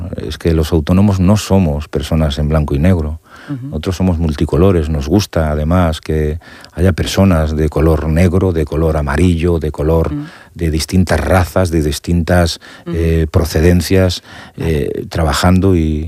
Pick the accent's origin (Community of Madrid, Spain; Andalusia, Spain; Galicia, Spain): Galicia, Spain; Vilagarcía de Arousa; Me enorgullece decir que soy de Villagarcía de Arousa.